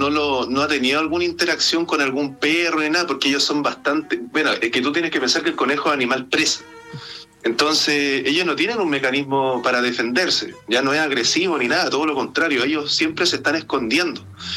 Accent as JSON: {"language": "Spanish", "area": "Chiloé", "region": "Los Lagos", "country": "Chile", "tie": "born there", "moved": "yes", "said": "colegios de Chiloé, por parte de mi mamá también tienen familia en Chiloé. Entonces yo me siento identificado porque mucha parte de mi infancia yo la viví en Chiloé."}